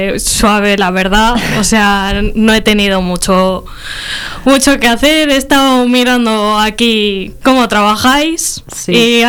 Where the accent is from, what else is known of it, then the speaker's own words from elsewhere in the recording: Palencia, Castile and León, Spain; y pues como soy de Palencia, al final me pilla muy cerca de casa, este sitio.